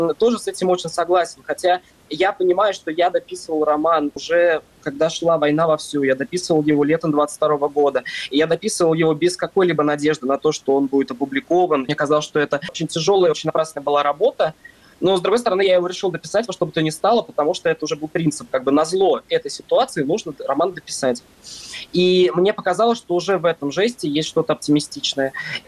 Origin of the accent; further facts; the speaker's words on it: Russia; now in Germany; Я уехал из России 3 января этого г